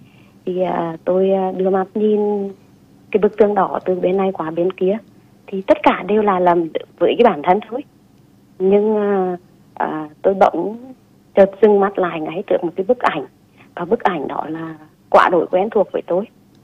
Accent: Nghệ An, Vietnam; born there; moved away; tuổi thơ của tôi từ khi học cấp 2 cho đến cấp 3 là tôi ở với ông bà ngoại. Và đặc biệt là cái thời học cấp 2 là ở ngay chính cái ngôi nhà tại cái bản Thái Hòa Môn Sơn cũ ấy.

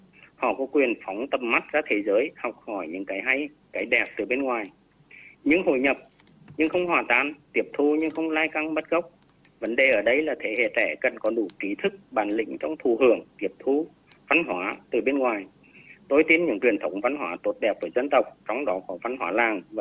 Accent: Hà Tĩnh, Vietnam; Ở xã quê tôi, một xã nông thôn mới của tỉnh Hà Tĩnh, đình làng vẫn được tồn tại là nơi sinh hoạt văn hóa tâm linh, thờ tự của dân làng.

